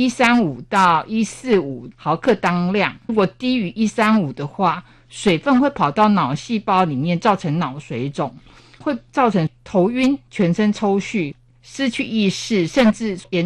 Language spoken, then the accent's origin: Chinese; Taiwan